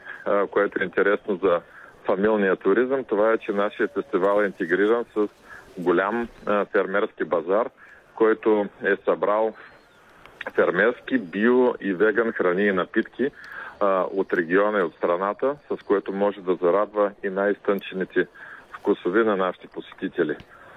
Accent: Troyan, Lovech Province, Bulgaria; защото моя роден град е град Троян.

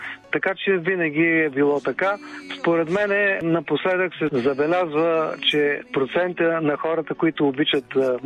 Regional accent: Pazardzhik, Pazardzhik Province, Bulgaria; Аз съм от Пазарджик

